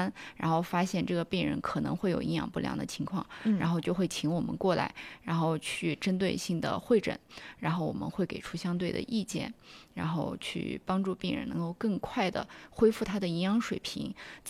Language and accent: Chinese; China; 我们中国人，就是我们咱们国家